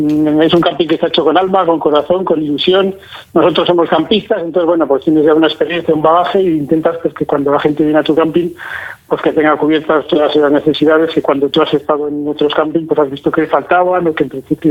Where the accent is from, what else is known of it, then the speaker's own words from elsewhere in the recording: Pradoluengo, Castile and León, Spain; Somos de aquí, de Pueblo Natal, somos de Natales de Pradoluengo